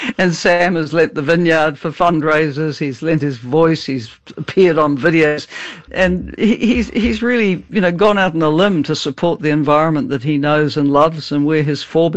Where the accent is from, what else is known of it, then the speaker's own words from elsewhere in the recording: New Zealand; as a New Zealander